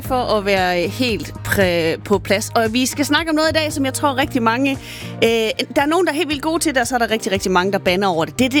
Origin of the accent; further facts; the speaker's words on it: Central Denmark Region, Denmark; som vestjyde